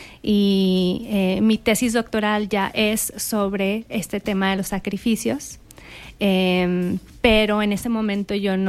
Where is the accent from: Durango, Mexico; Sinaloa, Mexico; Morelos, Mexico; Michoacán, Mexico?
Durango, Mexico; Gómez Palacio; moved away as an adult; also born or lived in Torreón, Coahuila / Monterrey, Nuevo León; yo soy de aquí, de Torreón, nací en Torreón, crecí en Gómez Palacio, hice la preparatoria en el TEC de Monterrey, Campus Laguna, y luego me fui a estudiar a Monterrey. Y ahí estudié letras españolas.